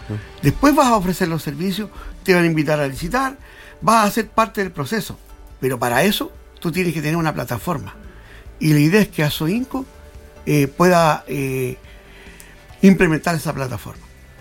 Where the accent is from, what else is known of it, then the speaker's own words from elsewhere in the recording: Antofagasta, Chile; now in Coquimbo, Chile; Soy de Antofagastino.